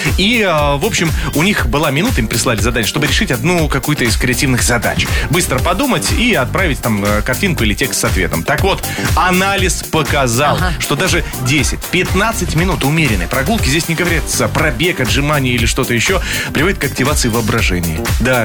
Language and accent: Russian; Yaroslavl, Yaroslavl Oblast, Russia; Я из Ярославля, да.